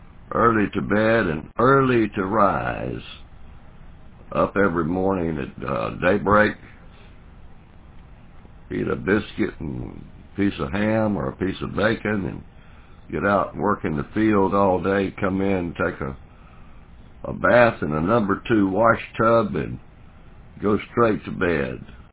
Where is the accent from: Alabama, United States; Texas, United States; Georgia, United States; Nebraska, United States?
Alabama, United States; Mobile; I grew up in Mobile. I was a city boy